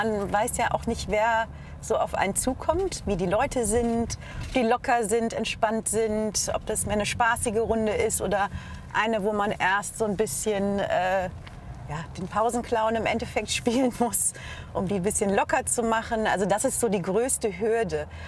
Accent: Essen, North Rhine-Westphalia, Germany; moved away as an adult; also born or lived in Singapore / Düsseldorf; now in London, United Kingdom; Da bin ich in Essen aufgewachsen, Grundschule, Gymnasium. Und nach dem Gymnasium bin ich dann nach Düsseldorf gezogen und habe da dann Medizin studiert. Und nach dem Studium bin ich direkt nach London

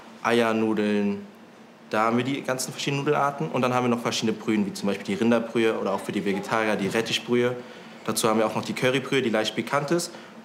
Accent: Hong Kong; German is a second language; now in Germany; Bei uns in Hongkong ist es sehr exotisch, mit vielen Innereien, Darm. Aber das ist halt für Leute in Deutschland oder in Europäer sehr neu und interessant natürlich.

